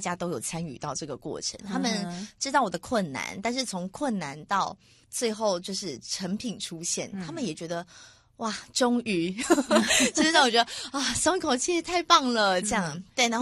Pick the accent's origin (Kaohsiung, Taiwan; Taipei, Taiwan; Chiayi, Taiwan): Chiayi, Taiwan; born there; also born or lived in Taichung; 因为我老家在嘉义，从南部要回到台中，